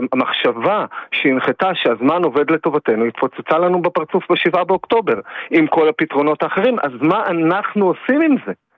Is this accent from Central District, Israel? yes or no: no; Nir Oz, Southern District, Israel; now in Be'eri, Israel; אני חייתי שנים, חיינו בנגב המערבי, אני הלא בן קיבוץ נירוז וחבר בערי, כל חיי אני שם